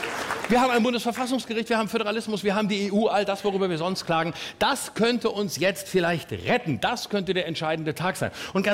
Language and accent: German; West Germany, Germany; Ich würde mich niemals als Westdeutscher zu Ostdeutschen äußern